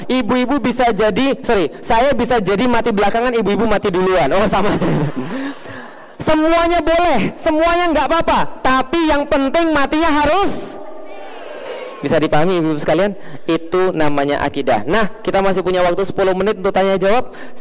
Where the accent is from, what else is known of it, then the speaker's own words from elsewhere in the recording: Palembang, South Sumatra, Indonesia; born there; Saya orang Cina, saya lahir di Palembang